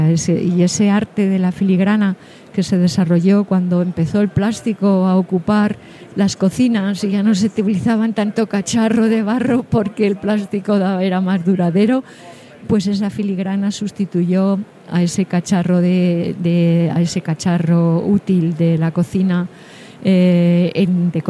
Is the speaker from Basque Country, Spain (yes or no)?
no; Salamanca, Castile and León, Spain